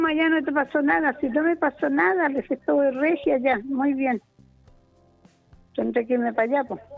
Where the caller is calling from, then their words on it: San Joaquín, Santiago Metropolitan Region, Chile